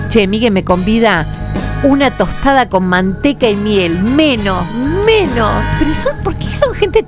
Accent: Argentina; somos argentinos.

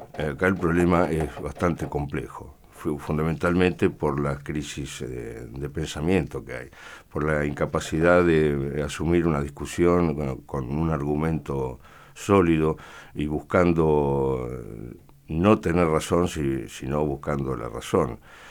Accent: Bahía Blanca, Buenos Aires Province, Argentina; born there; also born or lived in Spain; yo soy un nacido en España, pero soy argentino. Y lo que he vivido en este país, en mi primera etapa de la vida, lo que he vivido en Bahía

